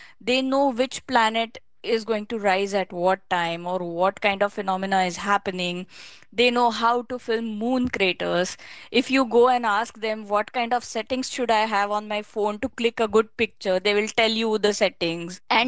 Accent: Mumbai, Maharashtra, India; born or raised there

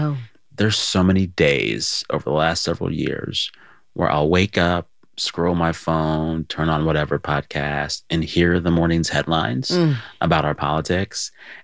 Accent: Seguin, Texas, United States; I grew up on Jefferson Avenue in Seguin, Texas. It is an outer suburb of San Antonio, probably about 20, 30 miles out.

